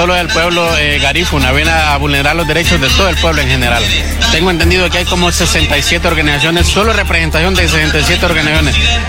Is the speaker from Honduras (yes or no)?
yes; Honduras; Somos hondureños todos y por ser hondureños no somos invasores.